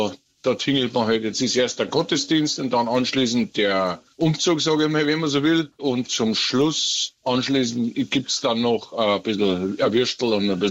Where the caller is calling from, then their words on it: Tuntenhausen, Bavaria, Germany; Ich aus bei Harting, Gemeinde Tuntenhausen, Landkreis Rosenheim.